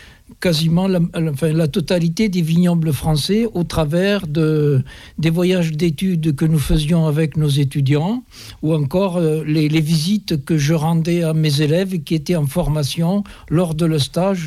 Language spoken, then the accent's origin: French; Occitanie, France; Je suis originaire du Minervois, je suis fils de vigneron